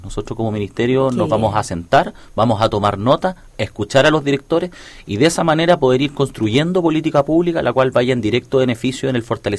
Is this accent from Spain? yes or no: no; Yungay, Ñuble, Chile; en la comuna de Yungay, que es mi comuna. Yo soy de Yungay